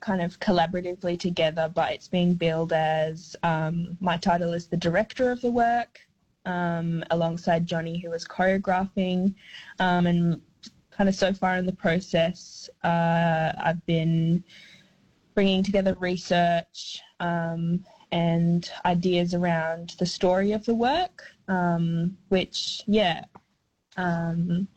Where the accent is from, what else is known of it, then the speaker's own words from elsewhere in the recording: Alice Springs, Northern Territory, Australia; I'm an Aranda woman from Central Australia, born and raised in Mbantwa, Alice Springs.